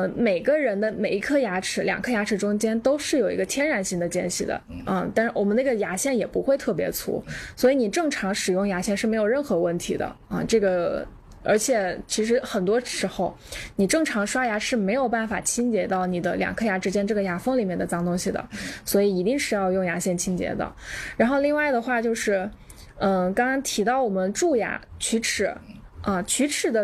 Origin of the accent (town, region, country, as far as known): China